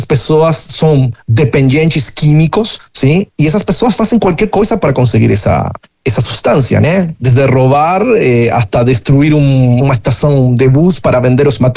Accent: Uruguay; now in Brazil; Mas em Uruguai, que foi o país onde eu cresci, entende? Morei toda a minha vida lá

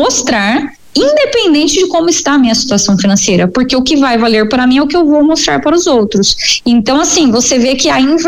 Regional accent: Brazil; Então, por que que eu, por exemplo, como brasileira, né?

